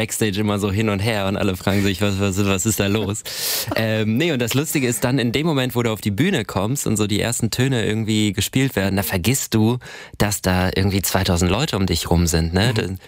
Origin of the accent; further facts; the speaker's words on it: Hamburg, Germany; Boah, ich bin ja in Eppendorf zur Schule gegangen.